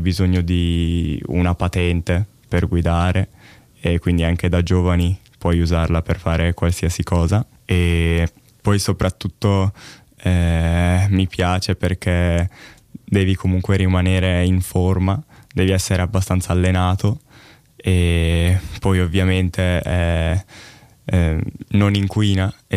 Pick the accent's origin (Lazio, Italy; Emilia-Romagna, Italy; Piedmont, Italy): Emilia-Romagna, Italy; Reggio Emilia; now in Leipzig, Germany; sono qui a Lipsia da 3 settimane e vengo da Reggio Emilia e sono qui per un tirocinio con il progetto Erasmus. Reggio Emilia si trova vicino a Bologna ed è una piccola città